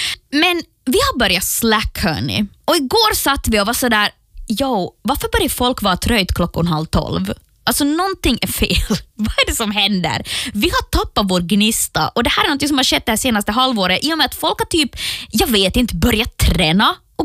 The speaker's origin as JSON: {"language": "Swedish", "region": "Ostrobothnia", "country": "Finland", "moved": "yes", "lives_now": "Stockholm, Sweden", "said": "Vi är alla från Österbotten, men nu är vi ju lite utspridda i världen."}